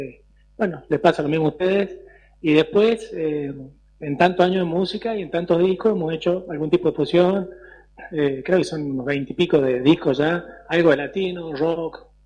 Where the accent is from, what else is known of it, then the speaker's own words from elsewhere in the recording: Catamarca, Argentina; Catamarca, mi tierra natal.